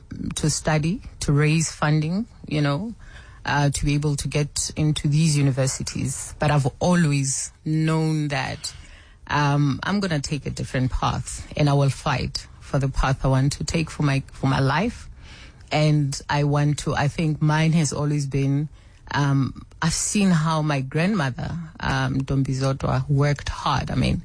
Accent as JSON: {"language": "English", "town": "Sharpeville", "region": "Gauteng", "country": "South Africa", "tie": "born or raised there", "also_born_or_lived": "Sasolburg", "said": "I grew up in Sharpeville, mixture of Sasolburg also. That's where my father is from. And yeah, I'm a Val girl through and through."}